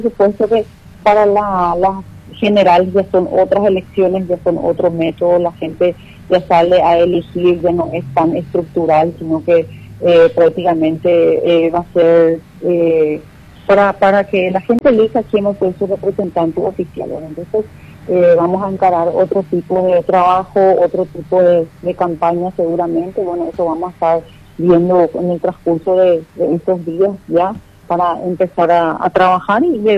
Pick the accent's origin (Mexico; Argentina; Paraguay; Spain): Paraguay; Presidente Franco, Alto Paraná